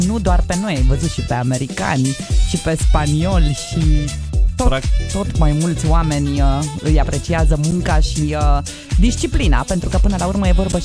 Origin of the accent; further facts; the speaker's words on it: Romania; ne face foarte mândri că suntem români